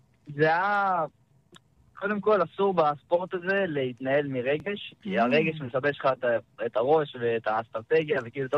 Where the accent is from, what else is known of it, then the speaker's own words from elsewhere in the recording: Shiloh, West Bank, Palestine; המשפחה, גדלנו ביישוב שילה, בשומרון. אני ועוד שתי אחים.